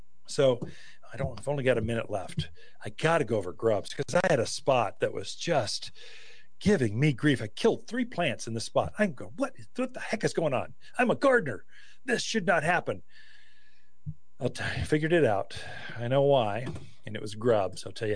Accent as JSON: {"language": "English", "country": "United States", "said": "I am so American. Please forgive me."}